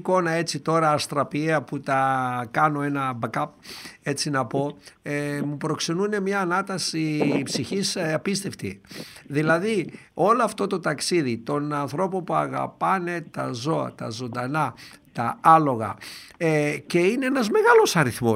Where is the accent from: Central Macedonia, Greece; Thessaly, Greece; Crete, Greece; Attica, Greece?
Central Macedonia, Greece; Doirani; moved away; εκεί στο χωριό μου στη Δοϊράνη